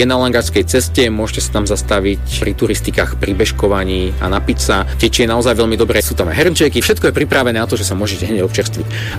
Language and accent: Slovak; Dubnica nad Váhom, Trenčín Region, Slovakia; u nás v Dubnici